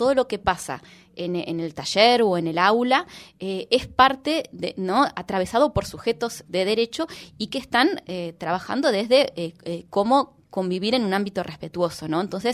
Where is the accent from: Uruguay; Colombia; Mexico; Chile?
Uruguay; Montevideo; soy uruguaya, vengo de Montevideo